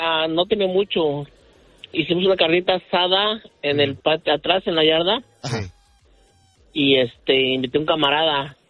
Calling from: Chicago, Illinois, United States; Soy acá de Chicago.

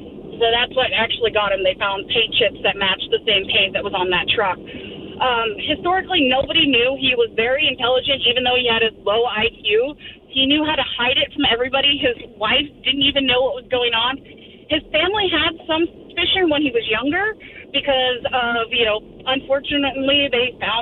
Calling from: Pacific Northwest, United States; My family has some strong heritage here in the Pacific Northwest. My uncle by marriage is known as … the Green River Killer.

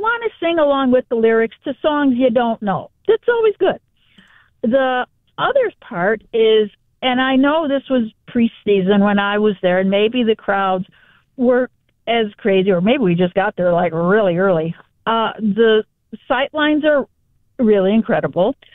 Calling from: Rochester, New York, United States; I'm calling from Rochester and that we have a, you know, good-sized deaf, hard of hearing population here.

